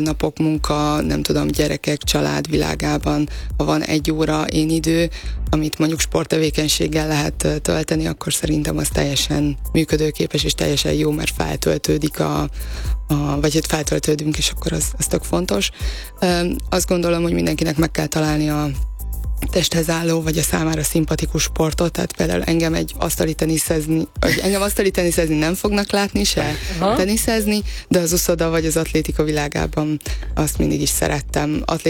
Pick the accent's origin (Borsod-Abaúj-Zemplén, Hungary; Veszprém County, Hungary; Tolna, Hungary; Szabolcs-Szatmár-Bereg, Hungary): Veszprém County, Hungary; Herend; born or raised there